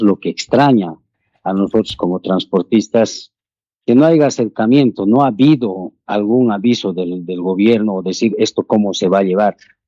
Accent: Cochabamba, Bolivia; Yo soy cochabambino y ahora mismo veo que el trufi, que es a gasolina, a gas, está queriendo doblar el precio de 3 a 6 a 5 bolivianos.

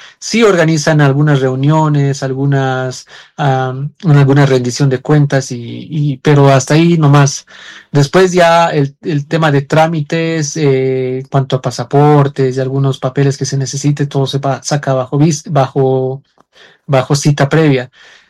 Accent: Bolivia; now in Colombia; yo como boliviano

